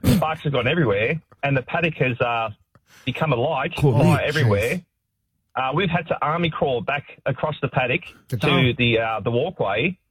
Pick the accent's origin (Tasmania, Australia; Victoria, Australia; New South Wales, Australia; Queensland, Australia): New South Wales, Australia; Campbelltown; So growing up in Campbelltown in the 80s, we used to have bow and arrows